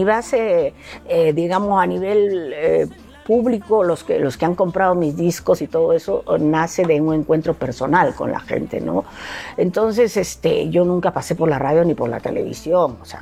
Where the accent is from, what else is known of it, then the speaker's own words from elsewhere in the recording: Peru; moved away as an adult; una de las razones por la que me fui del Perú fue por eso, porque sentía que yo estaba demasiado gobernada por mi familia, por mis amigos, por el público, porque yo llegué a ser presentadora de televisión, estuve de conductora como 5 o 6 años en la televisión peruana